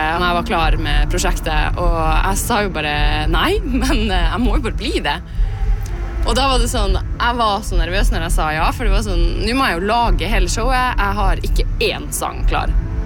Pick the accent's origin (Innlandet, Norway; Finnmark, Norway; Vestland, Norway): Finnmark, Norway; Alta; now in Oslo, Norway; jeg bor jo i Oslo nå. Men jeg er så sykt glad for at jeg har vokst opp i Alta.